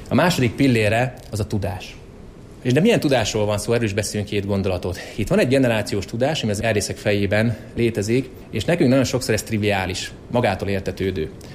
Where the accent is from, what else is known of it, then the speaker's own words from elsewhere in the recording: Miskolc, Borsod-Abaúj-Zemplén, Hungary; mi is nagyon szeretjük miskolciként a Liafjordi kisvasutat